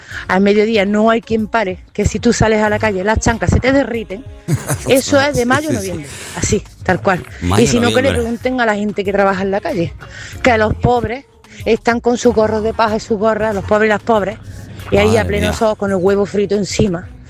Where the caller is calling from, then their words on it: Córdoba, Andalusia, Spain; de Córdoba.